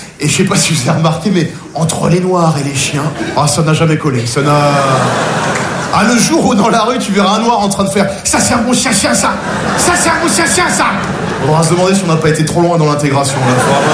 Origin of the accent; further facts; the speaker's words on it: Nogent-sur-Marne, Île-de-France, France; J'ai grandi à Nogent-sur-Marne, je suis passionné à quelqu'un. Petite banlieue très bourgeoise, aux gens la Marne, les guinguettes, la fête du petit vin blanc